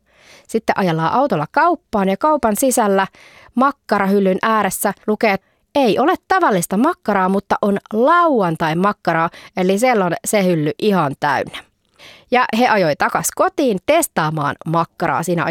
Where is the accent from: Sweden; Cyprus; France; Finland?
Sweden; Finnish is a second language; Minun isä on suomalainen ja minä olen ruotsalainen. Osaan vain vähän suomea.